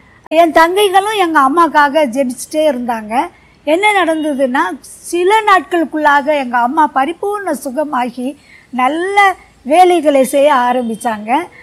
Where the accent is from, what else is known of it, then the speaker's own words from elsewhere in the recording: Kunnathur, Tamil Nadu, India; first language Urdu; Tamil is a second language; நான் திருநெல்வேலி மாவட்டத்தில் நெல்லை டவுன்ல இருந்து அரை மணி நேரம் நடக்கிற தூரத்தில் இருக்கிற குன்னத்தூர் என்ற ஒரு கிராமத்தில் ஒரு இஸ்லாமியர் குடும்பத்தில் நான் மூணாவது மகளாக பிறந்தேன்.